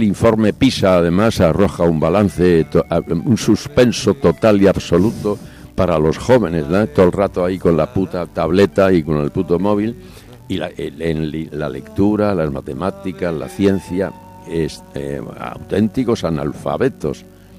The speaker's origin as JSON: {"language": "Spanish", "town": "Chinchón", "region": "Community of Madrid", "country": "Spain", "said": "Su bisabuela era de Valdelaguna y yo soy de Chinchón, o sea, un pueblo muy cerca del mío. A él le crió su abuela y a mí la mía."}